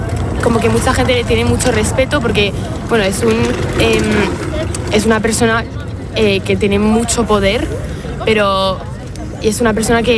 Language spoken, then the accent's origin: Spanish; France; Spanish is a second language; also born or lived in Spain; No, o sea, sí, soy francesa. Pero he vivido en España 6 años.